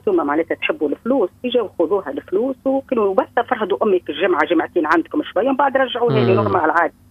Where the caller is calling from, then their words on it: Tunisia; أنا من تونس.